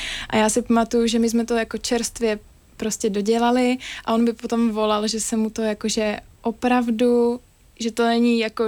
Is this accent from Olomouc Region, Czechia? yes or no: yes; Prostějov, Olomouc Region, Czechia; když jsem měla kamarády ze svého rodného města z Prostějova. Tak my jsme se potom tak jako odstěhovali na ty vysoké školy do jiných měst a takhle.